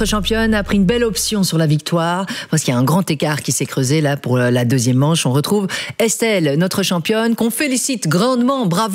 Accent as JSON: {"language": "French", "country": "Belgium", "said": "C'est aussi chez nous en Belgique."}